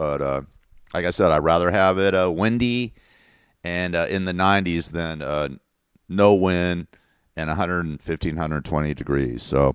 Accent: Agoura, California, United States; My buddy, who I grew up with in Agora, Westlake Village, known him for over 50 years, moved down to Oceanside.

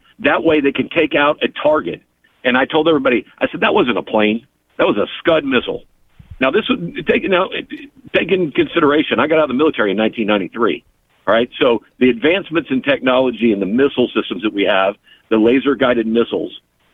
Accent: Houston, Texas, United States; I grew up in Houston, Texas

